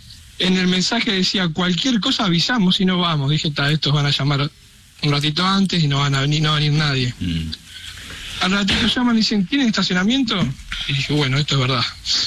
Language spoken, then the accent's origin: Spanish; Uruguay; Como soy uruguayo, claro. Y bueno, hasta el día de hoy la gente por la calle me